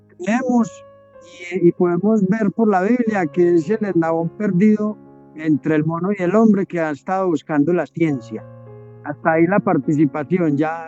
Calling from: Medellín, Antioquia, Colombia; En Medellín, Colombia

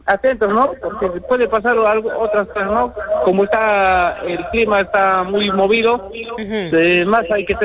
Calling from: Paucarpata, Arequipa, Peru; acá en Paucarpata

